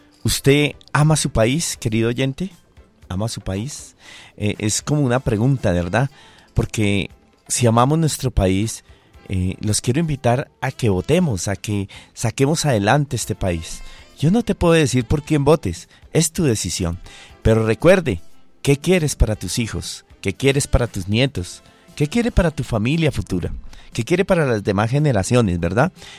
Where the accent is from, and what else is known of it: Colombia